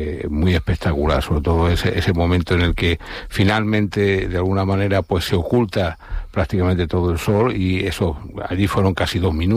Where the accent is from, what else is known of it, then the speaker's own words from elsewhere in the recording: Extremadura, Spain; yo soy extremeño, también tengo residencia en Badajoz